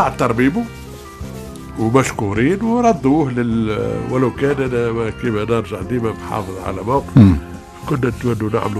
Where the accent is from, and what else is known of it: Tunisia